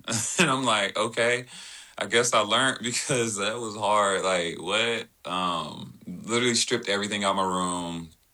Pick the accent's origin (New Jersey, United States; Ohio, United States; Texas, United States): Texas, United States; Houston; So born and raised Houston, Texas, me and my dad, my mom, my sister, two sisters, one brother, but grew up pretty traditional household